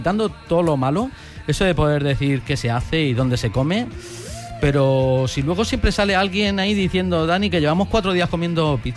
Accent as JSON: {"language": "Spanish", "town": "Orihuela", "region": "Valencian Community", "country": "Spain", "tie": "born or raised there", "said": "Veníos a mi pueblo, Orihuela. Ahí te digo yo que no pasarás por ningún síndrome raro."}